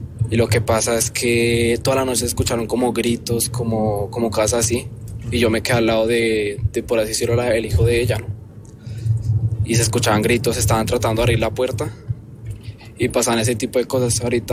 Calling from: Bogotá, Colombia; De Bogotá, Colombia.

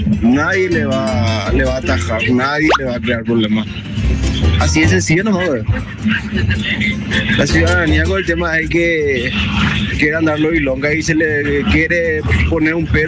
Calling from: Asunción, Paraguay; Yo soy PMT de Asunción

